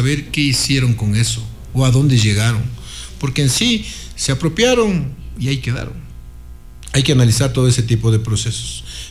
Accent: Riobamba, Chimborazo, Ecuador; born there; Le habla alguien que tiene 48 años de edad, aunque no me pregunta la edad, pero tengo 48 años de edad y nací aquí en Riobamba

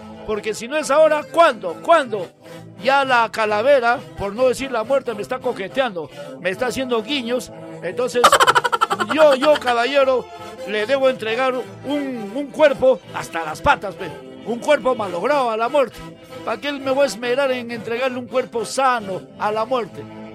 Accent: San Agustín de Cajas, Junín, Peru; mi distrito, que es San Agustín de Cajas.

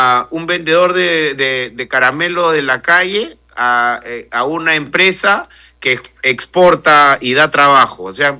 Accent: Peru; Centrémonos más bien en cambiar nosotros como peruanos

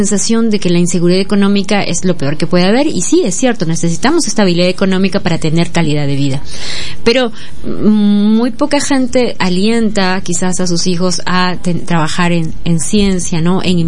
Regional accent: Peru; como sociedad peruana necesitamos acercarnos más al tema de la ciencia

